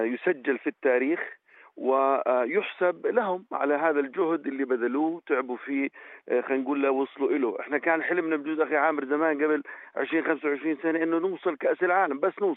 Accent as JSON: {"language": "Arabic", "country": "Jordan", "said": "لكن أنا كمجتمع أردني أنا نشمي زي النشامة،"}